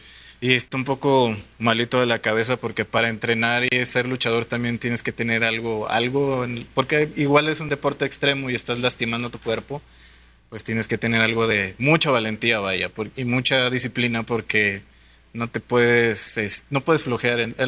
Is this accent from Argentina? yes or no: no; Durango, Mexico; a mí que soy duranguense